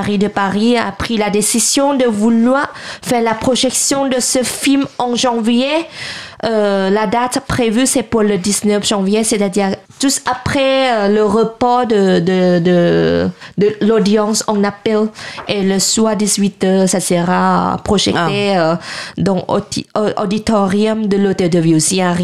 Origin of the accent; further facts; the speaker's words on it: Thailand; moved away as an adult; mon propre pays.